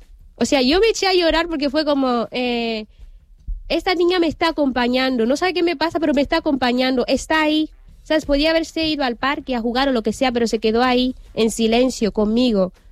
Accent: Equatorial Guinea; Spanish is a second language; now in Spain; Si tú supieras que Guinea Ecuatorial fue colonia española, entenderías que yo hablo perfectamente el castellano. Con mi tono, a lo mejor mis particularidades, porque tengo mi lengua, mi idioma materno, y el tono pues puede variar, pero hablo el castellano perfectamente y lo entiendo.

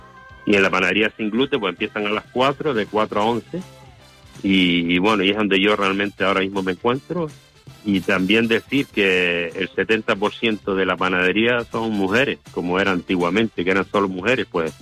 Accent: Ingenio, Canary Islands, Spain; Que yo soy, como dice la gente, eres muy canario. Y después de canario soy muy cochinero de Ingenio

